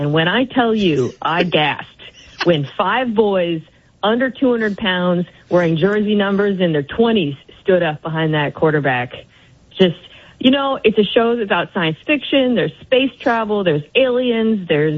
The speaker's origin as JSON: {"language": "English", "region": "Nebraska", "country": "United States", "said": "I'm from Nebraska"}